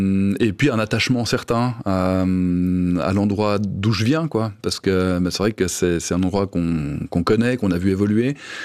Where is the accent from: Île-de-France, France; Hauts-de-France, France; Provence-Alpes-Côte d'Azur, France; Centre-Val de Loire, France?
Hauts-de-France, France; Denain; moi je suis né à Denan, c'est là que j'ai fait ma vie.